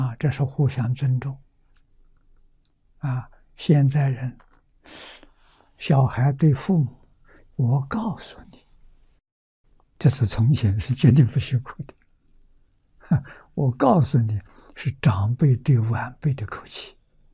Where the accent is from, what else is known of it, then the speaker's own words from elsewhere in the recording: China; 我们中国人